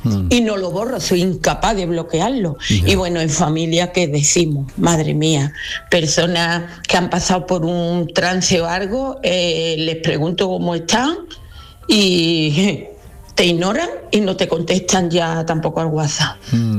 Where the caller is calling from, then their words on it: Dos Hermanas, Andalusia, Spain; de Dos Hermanas.